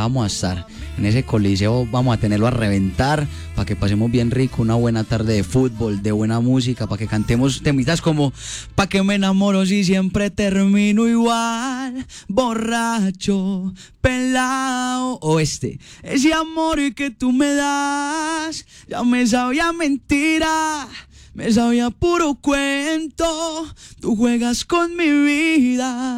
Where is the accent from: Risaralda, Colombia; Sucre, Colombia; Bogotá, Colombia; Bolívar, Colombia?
Risaralda, Colombia; Pereira; yo cantaba en coros en mi ciudad natal, Pereira, aquí, allí abajito.